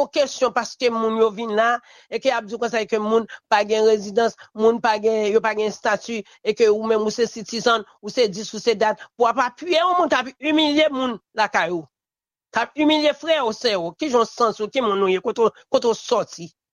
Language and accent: French; Haiti; Parce que moi-même, je sens frustré en tant que haïtien.